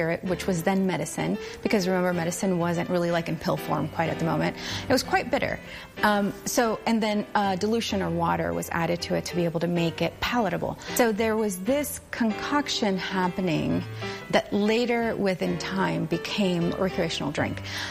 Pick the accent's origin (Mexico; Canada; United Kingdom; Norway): Mexico; Monterrey, Nuevo León; now in United States; I am from Monterrey, Nuevo León, and my family also comes from San Luis Potosí, what is probably the northern-ish part of Mexico. We were part of the 1986 immigration reform